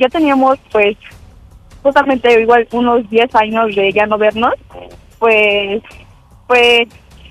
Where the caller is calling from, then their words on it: Amecameca, State of Mexico, Mexico; Tengo 20 años, soy de Amecameca, Estado de México.